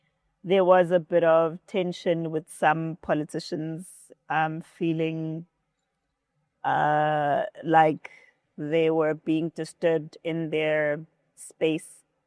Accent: Durban, KwaZulu-Natal, South Africa; also born or lived in Eshowe, KwaZulu-Natal / KwaMashu; I'm a young lady, grew up in Durban. Well, I was born in KZN, Ishowe, which is like a homestead.

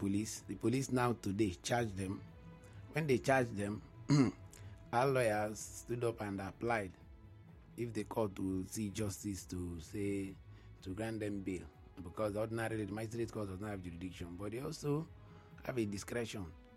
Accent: Emohua, Rivers, Nigeria; I'm from Emoha local government.

